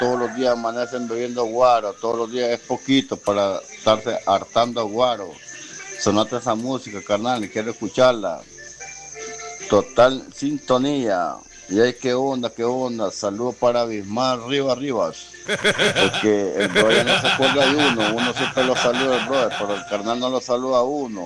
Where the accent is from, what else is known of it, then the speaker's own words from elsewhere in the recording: Nicaragua; yo soy nacido, soy criado y todo del Cerro de la Ponzoña. Yo soy de la Ponzoña. Yo casi me siento como que tengo Ponzoña en el lomo, pero yo de que he vivido, he crecido todo en la Ponzoña